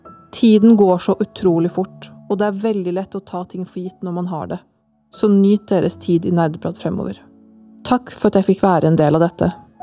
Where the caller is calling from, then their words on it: Oslo, Norway; Når dere hører dette, er jeg allerede hjemme i Oslo.